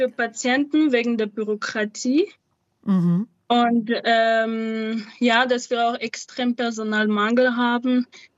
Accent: Madagascar; German is a second language; now in Munich, Germany; auch komplett spenden für Waisenhäuser und Hilfsorganisationen in Madagaskar, weil ja, dass ich in meiner Heimat einfach etwas zurückgeben kann.

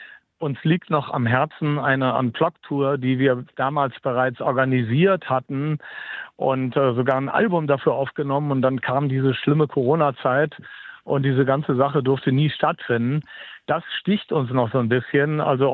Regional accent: Düsseldorf, North Rhine-Westphalia, Germany; Wir kommen aus Düsseldorf.

